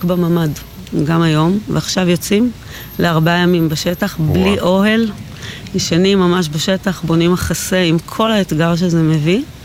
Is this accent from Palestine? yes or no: yes; Gush Katif, Gaza Strip, Palestine; now in Sderot, Israel; גדלתי בגוש קטיף